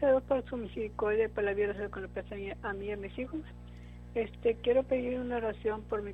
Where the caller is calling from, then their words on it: Olmito, Texas, United States; De Olmito.